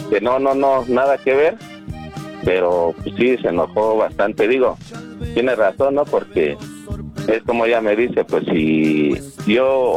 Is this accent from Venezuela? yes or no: no; Cuautitlán, State of Mexico, Mexico; Soy de Cuautitlán, ahorita ando en Tultitlán trabajando aquí en plataforma.